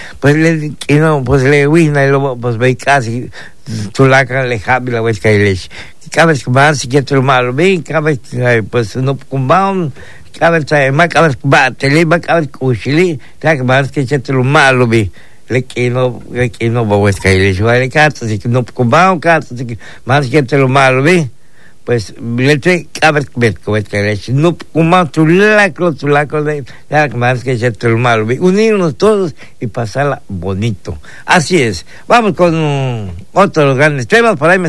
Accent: Mexico; que estemos unidos como hermanos, que estemos unidos como mexicanos

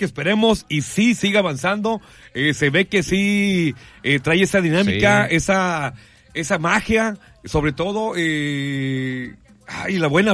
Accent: Mexico; los mexicanos sacamos ese fuán que llevamos dentro.

